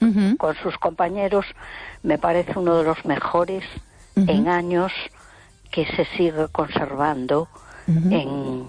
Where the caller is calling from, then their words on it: A Coruña, Galicia, Spain; de Coruña.